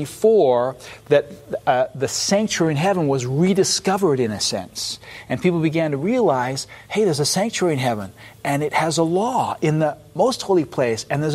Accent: London, United Kingdom; born there

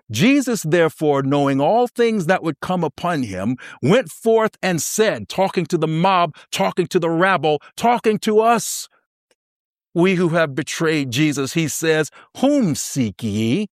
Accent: the South, United States; And, you know, I'm from the South

